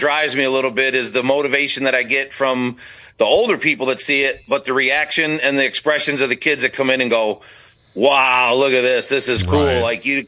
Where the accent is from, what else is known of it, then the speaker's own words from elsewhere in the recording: Detroit, Michigan, United States; growing up in Detroit.